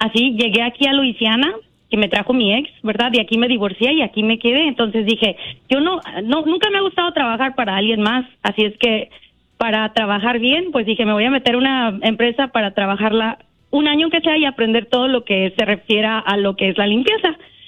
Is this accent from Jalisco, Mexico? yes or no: no; Mexicali, Baja California, Mexico; moved away; Ya cuando estaba allá en el Valle de Mexicali, yo nací en el Ejido DF